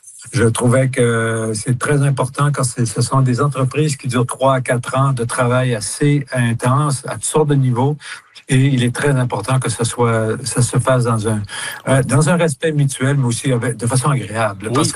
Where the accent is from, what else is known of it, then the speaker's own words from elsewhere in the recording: Quebec, Canada; je suis Québécois